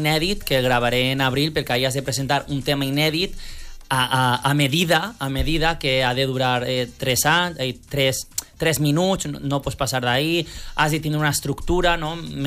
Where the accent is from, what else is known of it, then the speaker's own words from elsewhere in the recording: Valencia, Valencian Community, Spain; la meva terra, jo soc de València